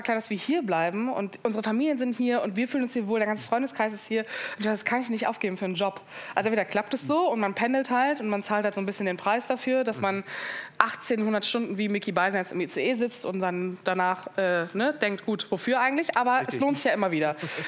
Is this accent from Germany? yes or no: yes; Cologne, North Rhine-Westphalia, Germany; ich bin ja Köln-Patriotin, ich bin in Köln-Kalk geboren und werde aus dieser Stadt nie gehen, außer man zerrt mich hier raus.